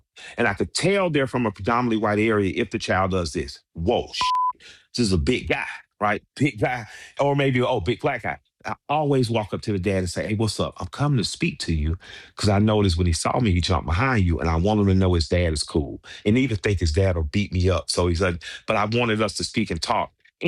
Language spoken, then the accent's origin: English; Southern US, United States; And I grew up in the South.